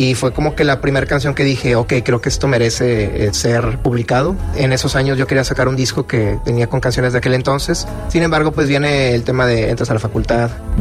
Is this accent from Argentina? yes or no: no; Guadalupe, Nuevo León, Mexico; Yo soy de aquí de Monterrey, Nuevo León.